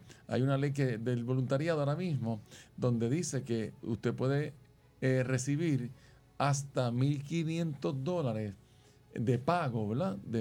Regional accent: Puerto Rico; Somos la isla del Cordero. Tenemos un cordero en el centro de nuestro escudo, tenemos una Biblia.

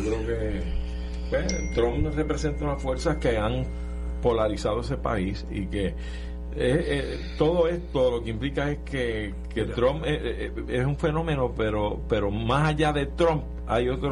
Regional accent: Puerto Rico

